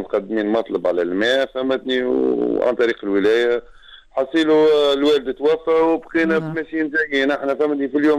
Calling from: Le Kef, Kef Governorate, Tunisia; من الكاف.

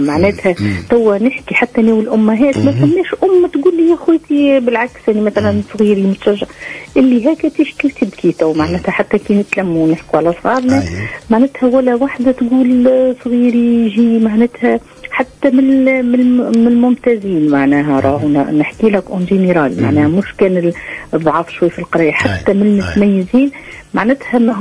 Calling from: Mareth, Gabès Governorate, Tunisia; نتكلم فيك من مارث

